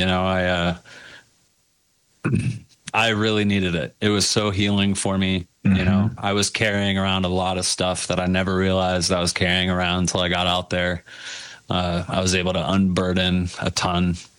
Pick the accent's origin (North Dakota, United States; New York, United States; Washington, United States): Washington, United States; Seattle; I grew up in Seattle